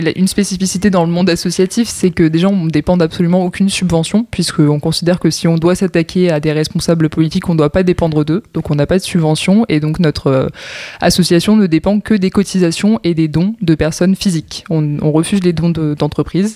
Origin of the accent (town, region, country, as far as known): Provence-Alpes-Côte d'Azur, France